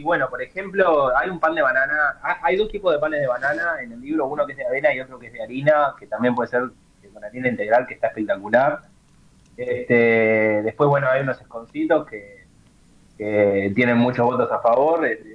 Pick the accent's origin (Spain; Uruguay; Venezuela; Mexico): Uruguay; Piriápolis, Maldonado; Soy de Punta Fría, exactamente.